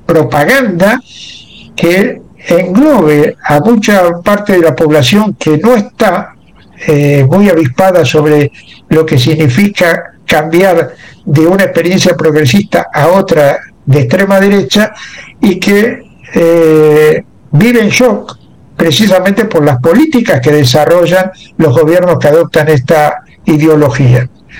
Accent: Argentina; en mi país, en Argentina

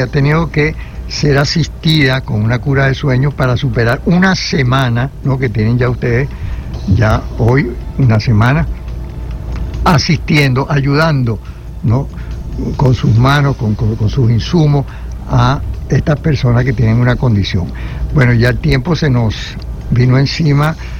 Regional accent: Venezuela; nosotros como venezolanos tenemos que agradecer esa iniciativa

